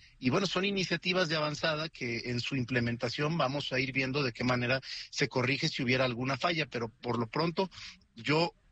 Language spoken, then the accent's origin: Spanish; Oaxaca, Mexico; Yo soy de Oaxaca. En Oaxaca hay miles de comunidades que se encuentran un tanto aisladas y que es difícil que tengan acceso al internet y a muchos servicios que tienen que ver con tecnología.